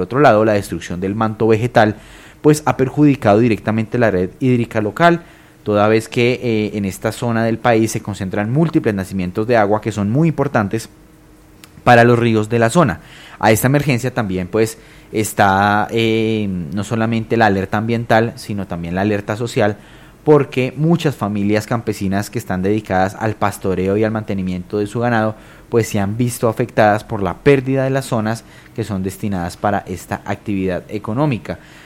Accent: Colombia; todos como colombianos

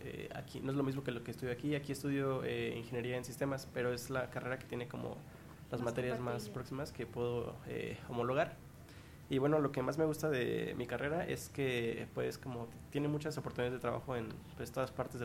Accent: Querétaro, Mexico; moved away as an adult; now in Bogotá, Colombia; yo vengo de Querétaro, México

